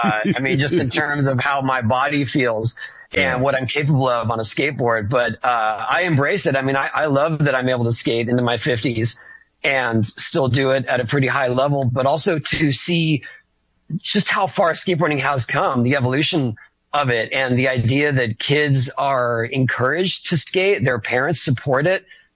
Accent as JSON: {"language": "English", "town": "San Diego", "region": "California", "country": "United States", "tie": "born or raised there", "said": "And I grew up in San Diego, so I spent a lot of time in Anaheim going to theme parks, going to skate parks."}